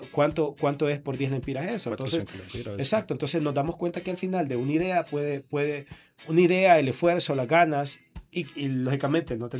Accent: Las Colinas, Santa Bárbara, Honduras; moved away; Soy de la ciudad de Las Colinas también.

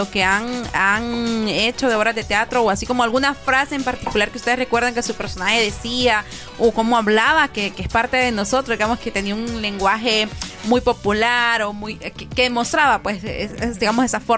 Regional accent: Honduras; como hondureños, como centroamericanos?

